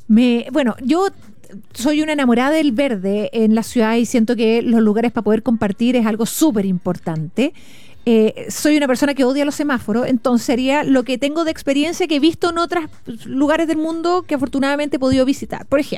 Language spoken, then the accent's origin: Spanish; Chile; nosotros como chilenos tenemos mucha cultura vial y mucha cultura de tránsito.